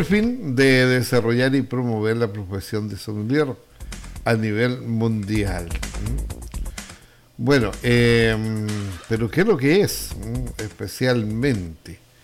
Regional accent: Chile; los chilenos que no nos podemos tomar las cosas en serio, ¿no?

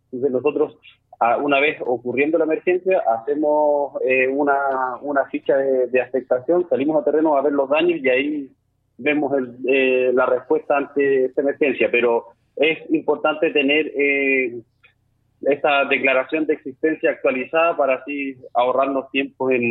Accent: Chile

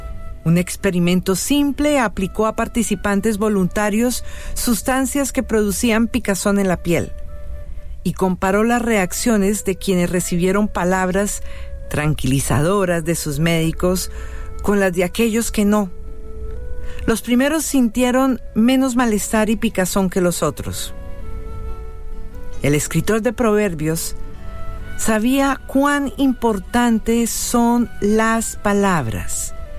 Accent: Bogotá, Bogotá Capital District, Colombia; grabado en mi tierrita, en Bogotá, Colombia

